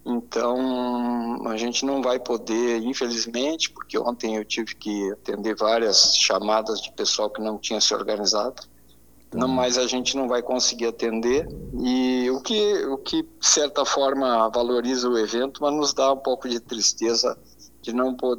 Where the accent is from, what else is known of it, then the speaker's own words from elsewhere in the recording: Rio Grande do Sul, Brazil; como gaúchos, como produtores